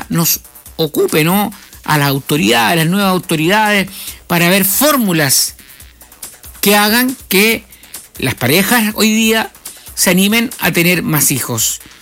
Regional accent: Chile; somos muy pocos chilenos los que vamos quedando en el país

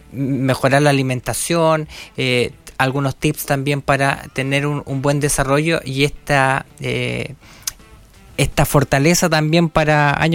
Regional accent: Chile; Somos porfiados los chilenos

